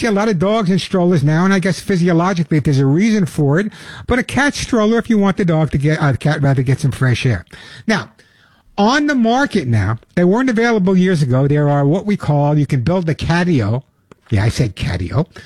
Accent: New York, United States; I grew up on Long Island. I know you can't tell. I grew up on Long Island, and basically all my friends, the neighbor had dogs

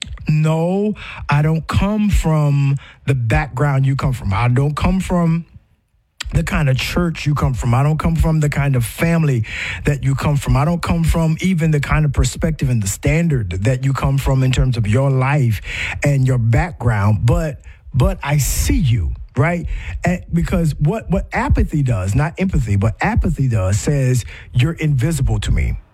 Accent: United States; accent: Gullah Geechee; my Gullah Geechee twang.

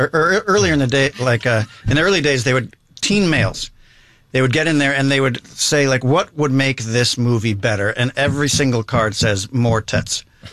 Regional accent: Chicago, Illinois, United States; you're from Minnesota, I'm from Chicago, let's do this.

